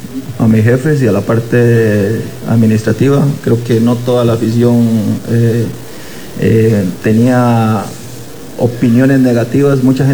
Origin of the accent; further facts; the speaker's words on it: Puntarenas, Costa Rica; soy porteño